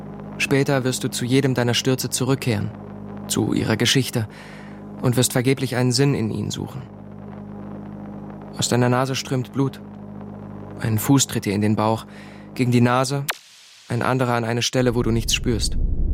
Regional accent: Přerov, Olomouc Region, Czechia; Ich bin in Přerov aufgewachsen, einer kleinen mährischen Industriestadt unweit der Slowakei.

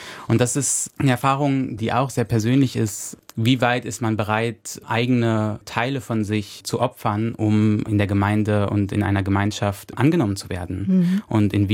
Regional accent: North Rhine-Westphalia, Germany; Ich bin im kleinen Ort in NRW aufgewachsen

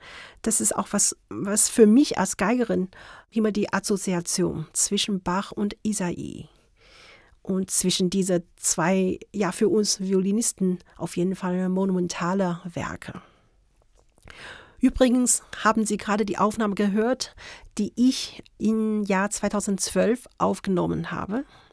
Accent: Beijing, China; German is a second language; moved away as an adult; also born or lived in Kassel / Karlsruhe; now in Munich, Germany; Ursprünglich komme ich aus Peking, bin in Peking aufgewachsen, zur Schule gegangen und zum Studium kam ich dann nach Deutschland.

